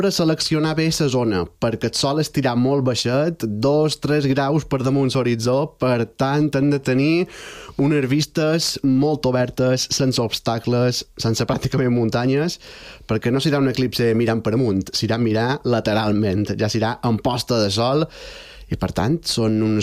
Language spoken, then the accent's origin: Catalan; Balearic Islands, Spain; Jo soc de Zoia